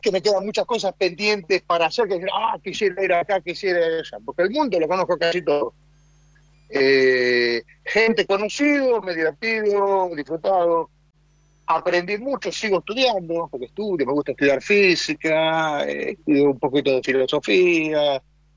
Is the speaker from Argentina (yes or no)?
yes; Argentina; moved away as an adult; now in China; el resto del tiempo en Argentina, donde nací, crecí.